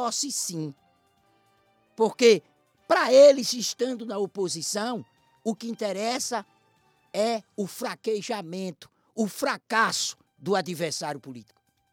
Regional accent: Olhos d'Água, Brazil; teve 21 votos nos olhos d'água, minha terra querida

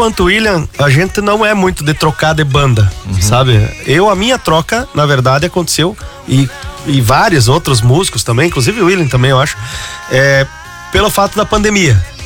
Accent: Marau, Rio Grande do Sul, Brazil; moved away as an adult; now in Santa Catarina, Brazil; Eu sou de lá de Marau, lá do Rio Grande do Sul, do Carisma.

